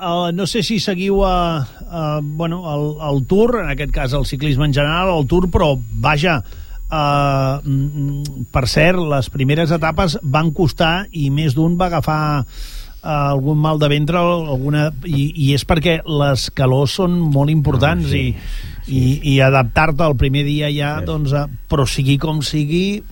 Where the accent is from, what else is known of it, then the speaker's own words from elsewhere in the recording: Catalonia, Spain; som barcelonins de mena perquè som de la província de Barcelona